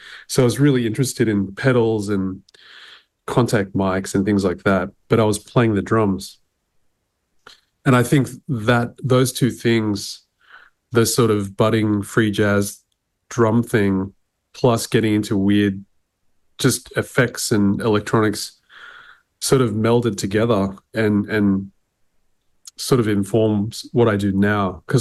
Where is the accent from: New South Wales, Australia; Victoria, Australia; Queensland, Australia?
New South Wales, Australia; Sydney; I grew up in Sydney